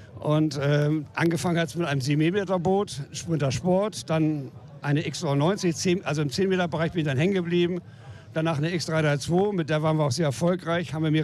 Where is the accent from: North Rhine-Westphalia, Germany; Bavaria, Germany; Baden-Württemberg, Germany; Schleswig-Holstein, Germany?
Schleswig-Holstein, Germany; Lübeck; Aber das ist hier meine Heimat. Ich bin ja in Lübeck groß geworden, auch wenn ich lange nicht mehr in Lübeck wohne.